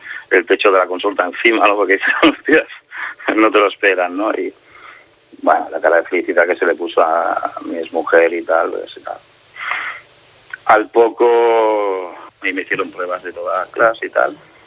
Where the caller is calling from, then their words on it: Barcelona, Catalonia, Spain; yo soy de aquí de Barcelona, ¿no? O sea, tengo la casa de mi madre